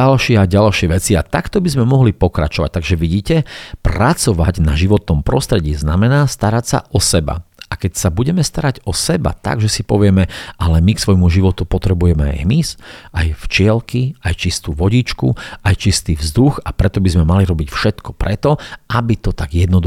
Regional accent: eastern Slovakia, Slovakia; U nás na východe sa hovorí, že všetko so všetkým skapčano.

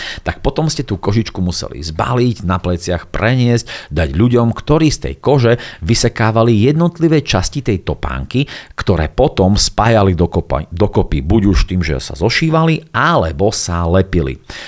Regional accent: Bardejov, Prešov Region, Slovakia; born there; som sa narodil v Bardejove. Bardejov je také malé mestečko, krásne mestečko

